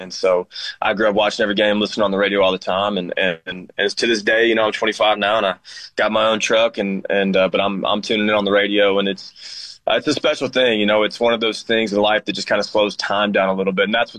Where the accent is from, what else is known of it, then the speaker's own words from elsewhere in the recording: Nashville, Tennessee, United States; growing up in Nashville